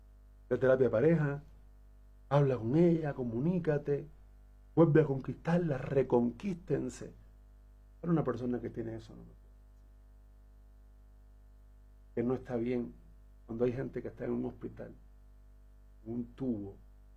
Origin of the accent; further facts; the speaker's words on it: Cuba; moved away; Soy cubano.